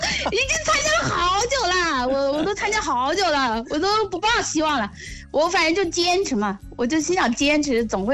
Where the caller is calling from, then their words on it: Jiujiang, Jiangxi, China; 我本来就是江西的，我是江西九江的。